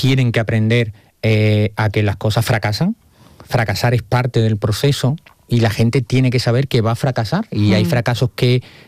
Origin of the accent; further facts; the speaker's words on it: Huelva, Andalusia, Spain; yo he hecho un recorrido personal, profesional, que yo salí de Huelva siendo pedraza, uh-huh. y ahora estoy volviendo a hacerlo.